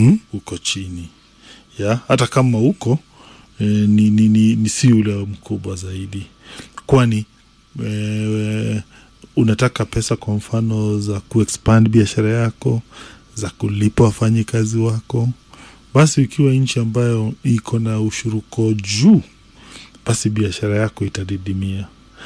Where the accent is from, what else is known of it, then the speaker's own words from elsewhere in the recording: Murang'a County, Kenya; sisi ambao tumetoka Murang'a, tunaongoza katika ukulima wa majani chai.